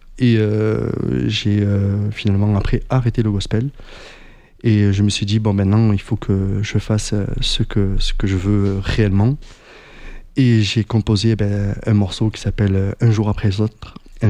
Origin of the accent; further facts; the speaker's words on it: Sète, Occitanie, France; je viens de Sète. Et j'ai grandi toujours dans la musique.